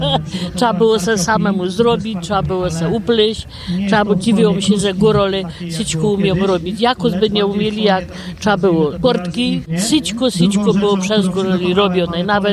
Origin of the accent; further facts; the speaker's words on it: Suche, Lesser Poland, Poland; now in Furmanowa, Poland; Jestem rodem ze Suchego, a siedzę na Furmanowie.